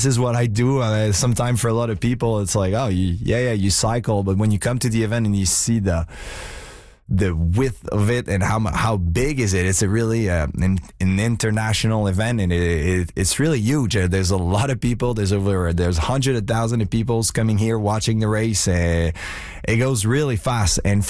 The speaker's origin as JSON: {"language": "English", "region": "Quebec", "country": "Canada", "also_born_or_lived": "Montreal", "said": "I lived a bit in Quebec. I lived a bit in Montreal. I know those places. It was my hometown for some time."}